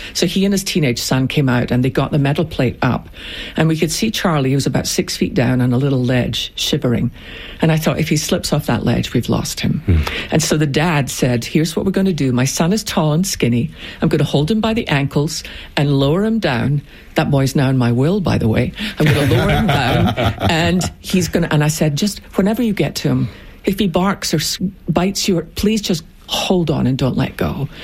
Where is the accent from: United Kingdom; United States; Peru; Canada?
United Kingdom; Scotland; born or raised there